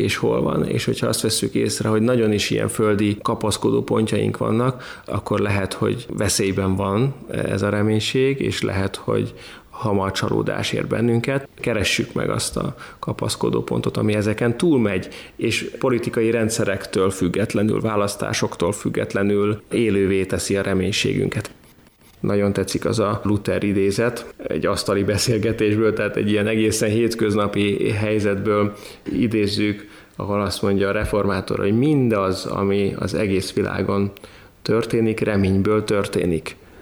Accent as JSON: {"language": "Hungarian", "country": "Hungary"}